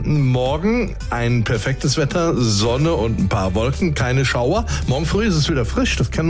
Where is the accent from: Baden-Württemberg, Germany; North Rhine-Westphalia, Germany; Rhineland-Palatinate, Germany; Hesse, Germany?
Rhineland-Palatinate, Germany; weil ich da groß geworden bin in der Gegend.